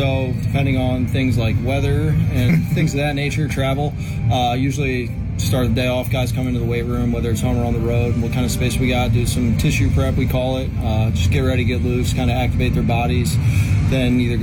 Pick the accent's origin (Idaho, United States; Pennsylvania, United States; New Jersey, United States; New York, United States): New Jersey, United States; Growing up in the South Jersey, Greater Philadelphia area, it was cool to have my first job in professional baseball with the Phillies